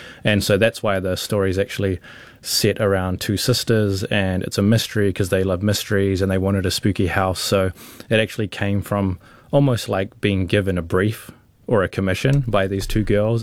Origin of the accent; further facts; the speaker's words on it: New Zealand; she's very much kind of based on me, you know, like a mixed race person growing up in New Zealand.